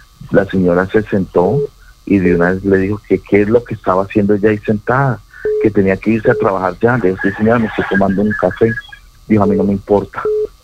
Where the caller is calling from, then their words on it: Pitalito, Huila, Colombia; Le llamo de Pitalito Huila.